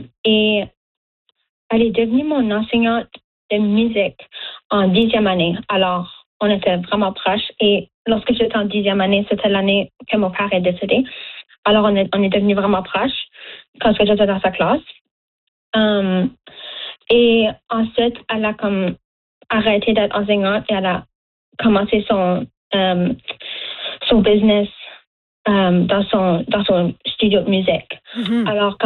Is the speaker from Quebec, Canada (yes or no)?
no; Dartmouth, Nova Scotia, Canada; même si je viens pas de Chétiquan, je viens de Chétiquan, mais je viens de Dartmouth